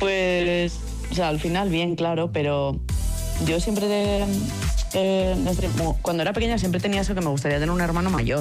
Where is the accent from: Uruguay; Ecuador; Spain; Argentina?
Spain; San Sebastián, Basque Country; moved away as an adult; Pues la verdad es que eso, yo me fui de Donostia a los 22 años y ahora voy a cumplir 40 ya en agosto.